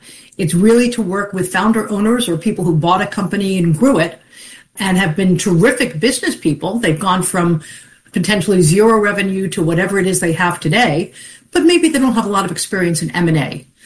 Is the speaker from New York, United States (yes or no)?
yes; Long Island, New York, United States; I'm a kid from Long Island